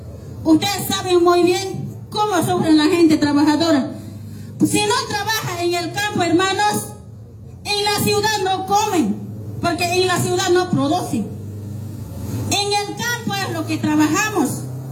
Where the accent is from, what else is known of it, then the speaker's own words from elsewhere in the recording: Bolivia; aquí somos muy mansitos como bolivianos